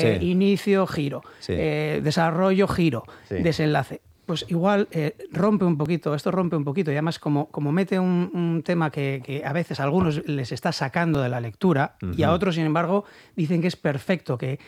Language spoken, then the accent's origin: Spanish; Bilbao, Basque Country, Spain; yo soy de Recalde, sí. Y he ido a estudiar ahí a Sadrián, desde pequeño.